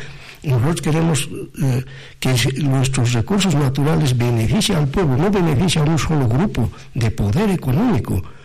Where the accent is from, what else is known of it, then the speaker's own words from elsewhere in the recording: Bolivia; Muy costumbristas somos los bolivianos particularmente.